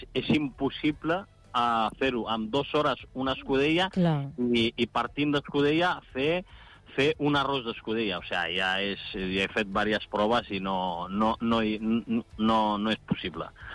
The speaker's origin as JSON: {"language": "Catalan", "country": "Romania", "lives_now": "Badalona, Spain", "said": "jo sóc romanès de naixement i badaloní de cor, saps?"}